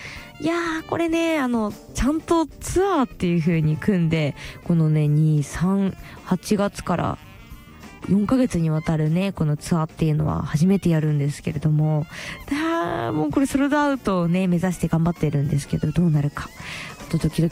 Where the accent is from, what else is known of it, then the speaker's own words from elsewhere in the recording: Mito, Ibaraki, Japan; 私ね、水戸に在住ということで、まあ大好きなこの地元、ふるさとである水戸